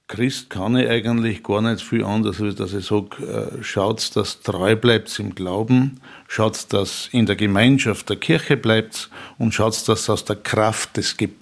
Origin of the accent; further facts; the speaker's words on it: Upper Austria, Austria; wenn ich in meine Heimat fahre, da fängt dann der Kobernaußerwald an und so, da wird schon sehr hügelig und waldig.